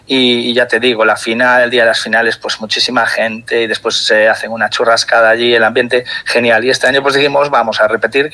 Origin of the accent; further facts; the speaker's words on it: Vigo, Galicia, Spain; las chavalas y toda la gente de Vigo, ¿no? Que somos del Celta de hombres